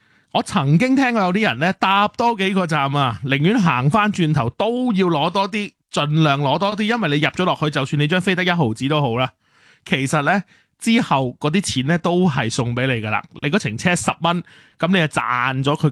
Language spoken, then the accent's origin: Cantonese; Hong Kong; 我哋香港人